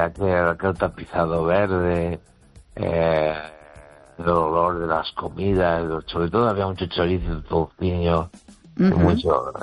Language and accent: Spanish; Galicia, Spain; Y mi pueblo está a unos 9 kilómetros 8 de los Peares.